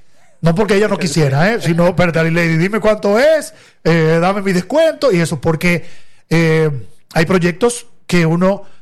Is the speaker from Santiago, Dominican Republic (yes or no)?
yes; Santiago de los Caballeros, Santiago, Dominican Republic; yo que soy de Santiago, nacido y criado en Santiago